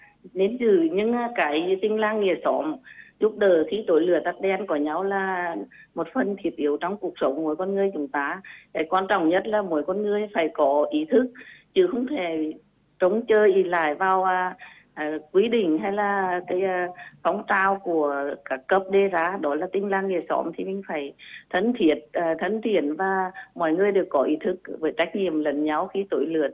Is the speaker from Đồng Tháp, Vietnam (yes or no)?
no; Môn Sơn, Nghệ An, Vietnam; Thực ra tôi là sinh ra và lớn lên ở làng quê ở trong Môn Sơn.